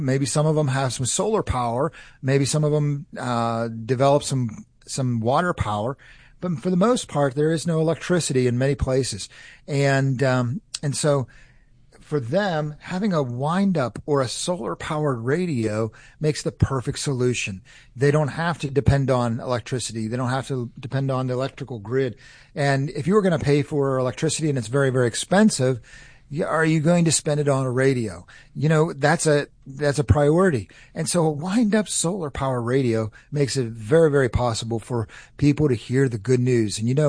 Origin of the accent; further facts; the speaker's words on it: North Carolina, United States; You can tell I'm from North Carolina, not from California.